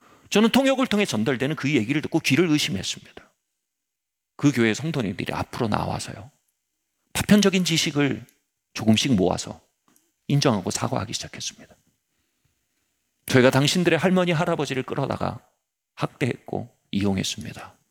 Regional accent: South Korea; 나는 한국에서 온 대학생입니다.

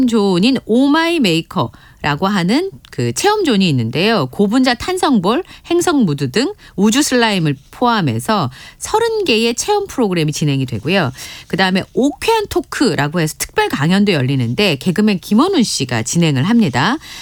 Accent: Busan, South Korea; moved away; 저는 친정이 부산이어서

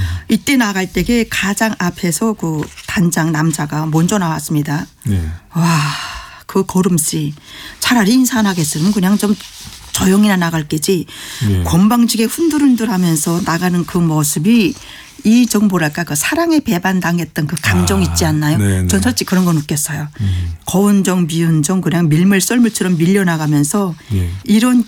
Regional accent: North Korea; now in South Korea; 저는 한 번도 북한에서 떠난 탈북민으로서

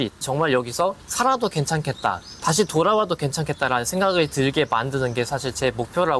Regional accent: Dangjin, South Chungcheong, South Korea; born there

